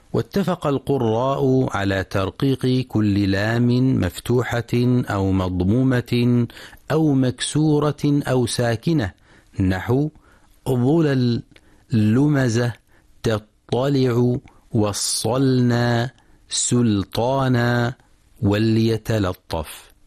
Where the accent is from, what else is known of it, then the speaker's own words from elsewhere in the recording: Oman; وعندنا في عمان من يغلظ اللام عند هذه الحروف